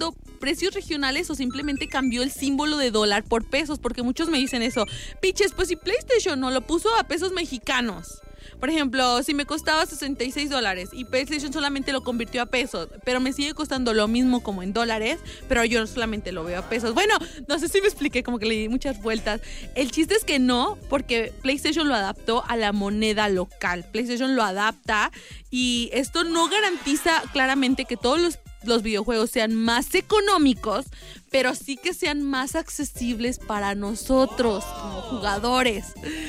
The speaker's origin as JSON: {"language": "Spanish", "town": "León", "region": "Guanajuato", "country": "Mexico", "said": "¿Sí creen que los leoneses tenemos el acento así cantadito de dice Alan que sabe?"}